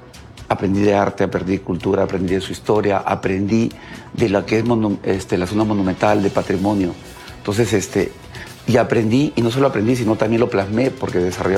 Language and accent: Spanish; Peru; la joya del turismo que tenemos como peruanos